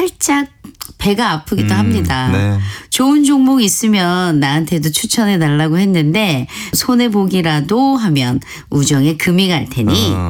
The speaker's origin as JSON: {"language": "Korean", "town": "Jaeundo", "region": "South Jeolla", "country": "South Korea", "tie": "born or raised there", "said": "저는 전라남도 신안군 자운면에 위치한 자운도에서 태어나 중학교 2학년 때 처음 육지 목포로 나왔습니다."}